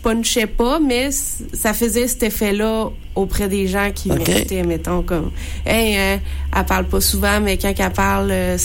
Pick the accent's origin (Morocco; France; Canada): Canada; Rimouski, Quebec; moved away as an adult; now in Montreal, Canada; Je suis née à Rimouski, puis j'ai fait toute ma vie ici, pas mal, là, jusqu'à 18 ans.